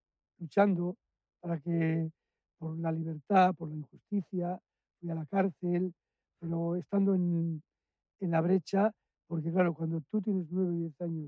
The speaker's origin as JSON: {"language": "Spanish", "town": "Bilbao", "region": "Basque Country", "country": "Spain", "tie": "born or raised there"}